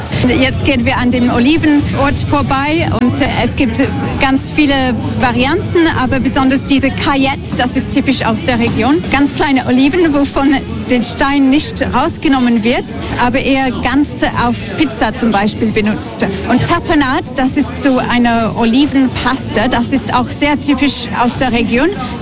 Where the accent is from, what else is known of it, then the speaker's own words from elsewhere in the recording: England, United Kingdom; German is a second language; now in Antibes, France; Ich bin ursprünglich aus England, aber es gefällt mir sehr, hier in Südfrankreich zu wohnen, besonders in Antibes